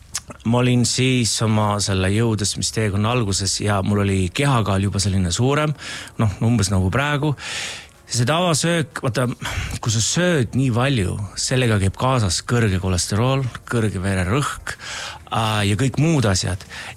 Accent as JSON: {"language": "Estonian", "town": "Kilingi-Nõmme", "region": "Pärnu County", "country": "Estonia", "tie": "born or raised there", "also_born_or_lived": "London", "moved": "yes", "said": "mina sündisin Kiling Nõmmes. Tihemetsa meil hästi lähedal"}